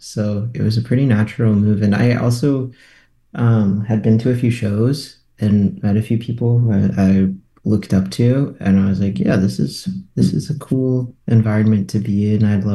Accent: Winter Garden, Florida, United States; moved away as an adult; now in Winnipeg, Canada; Winter Garden. It's like a little bit, like maybe 20 minutes drive from Disney. So pretty like Central Florida area. Okay. I moved to Winnipeg almost 3 years ago.

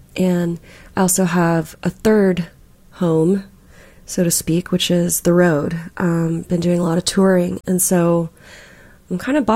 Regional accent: Texas, United States; moved away as an adult; also born or lived in Marfa, Texas; now in Los Angeles, United States; because I'm from Texas and I moved to LA about 10 years ago.

